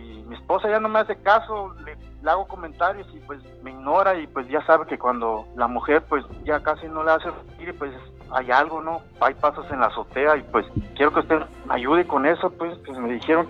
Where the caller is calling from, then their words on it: Chetumal, Quintana Roo, Mexico; Aquí de la ciudad de Chetumal.